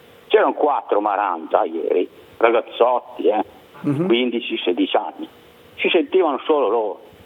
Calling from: Genoa, Liguria, Italy; da Genova.

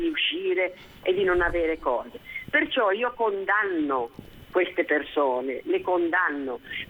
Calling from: Genoa, Liguria, Italy; siamo bianchi e siamo di Genova e siamo

